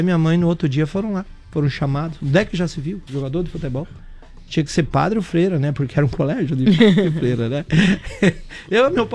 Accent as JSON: {"language": "Portuguese", "town": "Nova Itaberaba", "region": "Santa Catarina", "country": "Brazil", "tie": "born there", "said": "eu nasci em Nova Itaberaba, fui estudar num colégio de freiras."}